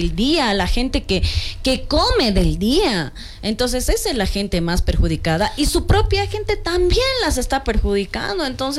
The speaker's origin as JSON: {"language": "Spanish", "country": "Bolivia"}